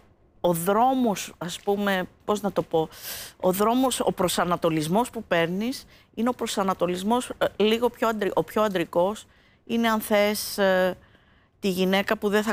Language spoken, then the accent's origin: Greek; Crete, Greece; επειδή κατάγομαι από την Κρήτη